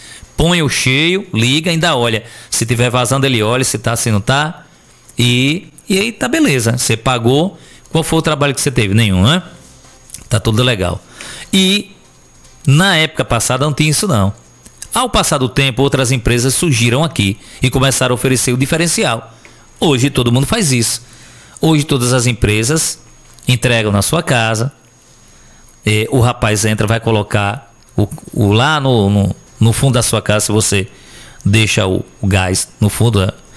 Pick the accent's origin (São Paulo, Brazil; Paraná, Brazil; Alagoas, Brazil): Alagoas, Brazil; Penedo; Eu lembro que quando eu era criança, morava no Raimundinho, anos 80, acho que ali era 84, só tinha um local aqui em Penedo que vendia botijão de gás.